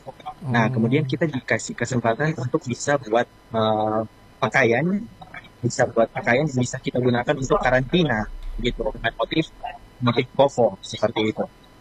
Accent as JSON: {"language": "Indonesian", "area": "Sangihe", "region": "North Sulawesi", "country": "Indonesia", "said": "Saya putra Sangya yang sangat bangga gitu dengan Sangya itu sendiri Kak."}